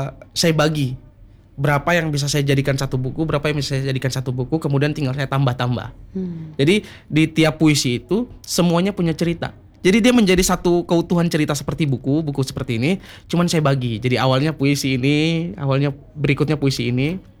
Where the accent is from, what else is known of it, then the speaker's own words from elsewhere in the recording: Ambon, Maluku, Indonesia; now in Jakarta, Indonesia; di daerah asal saya di Ambon.